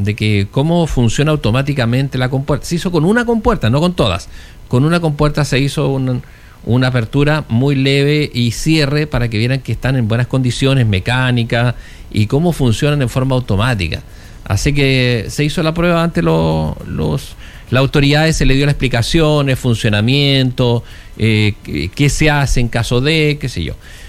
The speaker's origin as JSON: {"language": "Spanish", "town": "Ovalle", "region": "Coquimbo", "country": "Chile", "said": "yo soy de Ovalle también"}